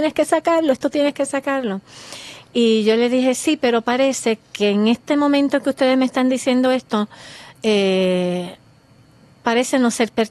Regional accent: Guánica, Puerto Rico; Yo nací en Guánica, me crié en Guánica.

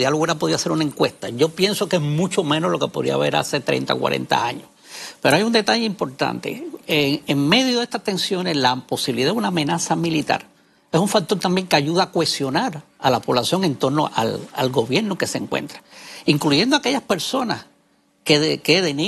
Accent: Cuba; Yo soy cubano de origen.

